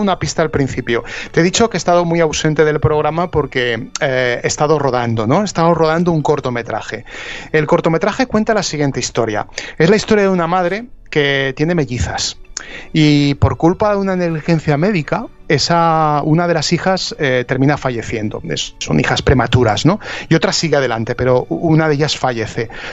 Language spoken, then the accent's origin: Spanish; Zaragoza, Aragon, Spain; born there; una mujer polaca que yo llegué a conocer en Zaragoza, en la ciudad donde yo nací.